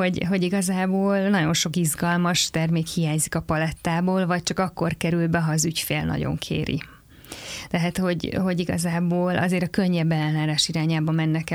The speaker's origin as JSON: {"language": "Hungarian", "town": "Szombathely", "region": "Vas", "country": "Hungary", "moved": "yes", "lives_now": "Budapest, Hungary", "said": "én is szombathelyi vagyok"}